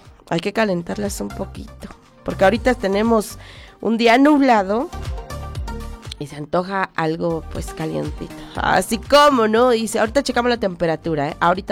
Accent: Oaxaca, Mexico; soy costeña, aunque no lo crean. Por mis venas corren sangre de costeñas mixtecas

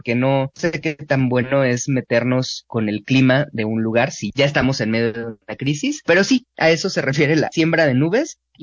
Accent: Torreón, Coahuila, Mexico; Yo crecí en Torreón, digo, en la ciudad, no tenía nada que ver con el campo de Coahuila

